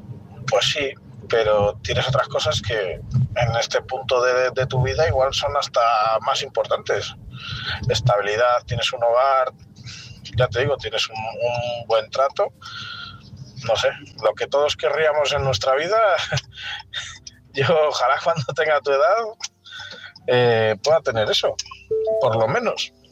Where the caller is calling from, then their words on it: Palencia, Castile and León, Spain; corresponsal de Palencia